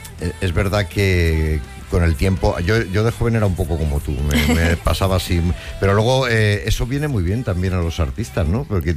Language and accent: Spanish; Spain